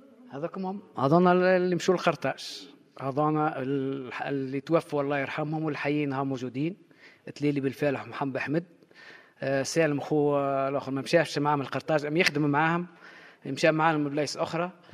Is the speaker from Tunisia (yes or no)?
yes; Gafsa Governorate, Tunisia; الحمد لله شرفوا ماجورة وشرفوا ولاد قفصة بصفة عامة، فهمتي؟ مش كان ماجورة، احنا رانا ولاد تونس الكل،